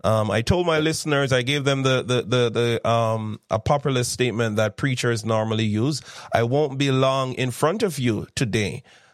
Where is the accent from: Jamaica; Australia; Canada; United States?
Jamaica; moved away; In Jamaica, we call them informa.